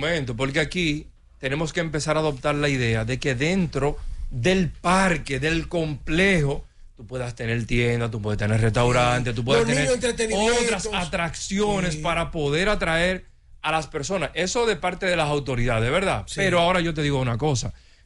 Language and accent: Spanish; Dominican Republic; nosotros como dominicanos